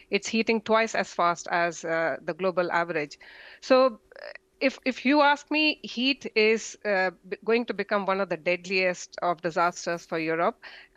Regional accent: India; moved away; I'm an Indian.

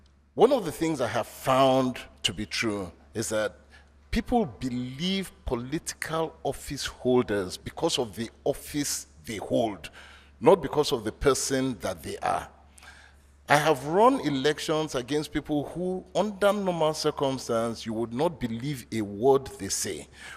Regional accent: Nigeria; I have opened offices in many countries as a Nigerian

